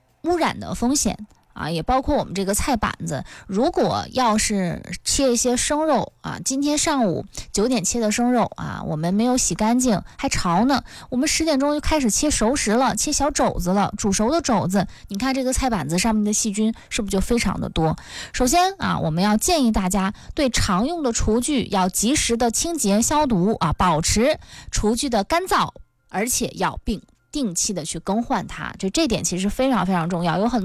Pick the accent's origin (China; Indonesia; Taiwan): China; Northeast China; accent: Northeastern (Dongbei) dialect; 用我们东北话说呢